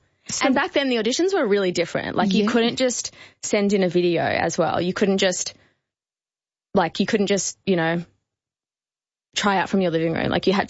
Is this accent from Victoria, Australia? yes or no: yes; Melbourne, Victoria, Australia; Growing up in Melbourne, I wasn't a competitive dancer.